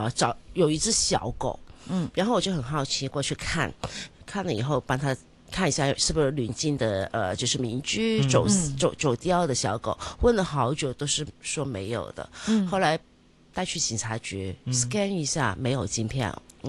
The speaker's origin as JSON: {"language": "Chinese", "country": "Hong Kong", "said": "但是大部分现在我们香港人很喜欢去的地方，很多都是免隔离了。"}